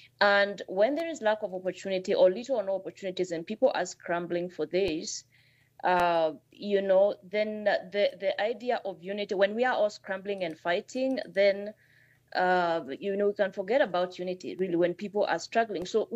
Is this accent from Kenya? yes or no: yes; Kenya; you are in my country here in Kenya. I'm a Kenyan and I don't have a job.